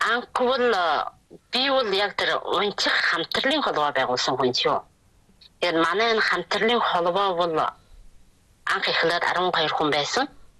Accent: Inner Mongolia, China; now in New Barag Right Banner, China; Шинэ барга зүүн хүч юуны Жавхлан сумны улаан туг гачааны уугуул байна.

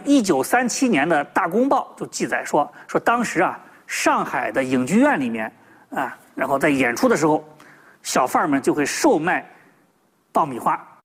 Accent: China

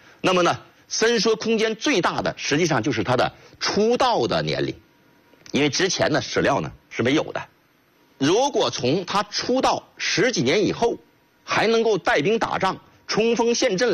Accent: China; 我们中国人的精神追求

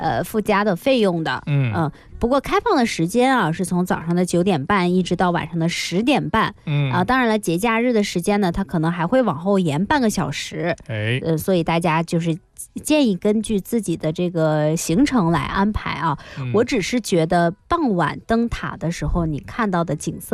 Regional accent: Guangzhou, Guangdong, China; 来到我们广州必打卡，但是我们广州人本地人绝对不去的一个地方。

